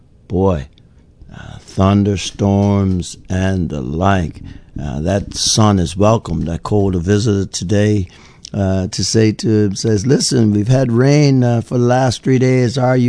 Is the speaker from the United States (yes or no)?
no; Somerset Bridge, Sandys Parish, Bermuda; in my community where I grew up there in Somerset Bridge